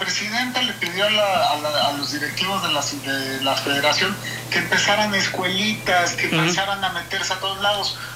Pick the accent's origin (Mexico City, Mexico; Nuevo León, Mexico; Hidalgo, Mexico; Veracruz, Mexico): Veracruz, Mexico; Ahora, como buen veracruzano, pues claro que me encantaría ver al Tiburón otra vez.